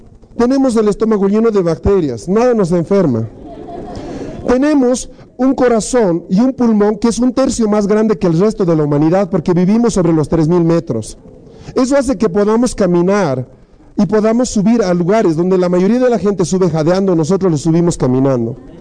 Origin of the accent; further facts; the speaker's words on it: Bolivia; Somos bolivianos